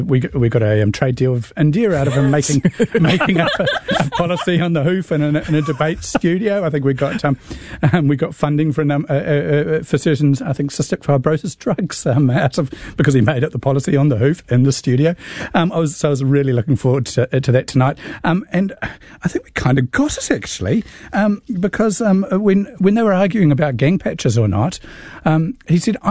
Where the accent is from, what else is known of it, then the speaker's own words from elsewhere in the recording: Scotland, United Kingdom; I'm Scottish.